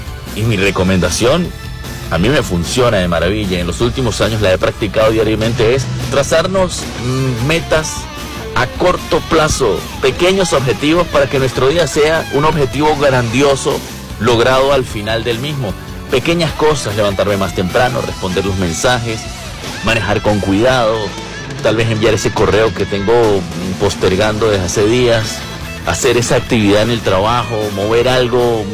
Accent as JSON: {"language": "Spanish", "region": "Táchira", "country": "Venezuela", "said": "nuestra zona de Andes, ¿no? Y a nuestro estado Táchira."}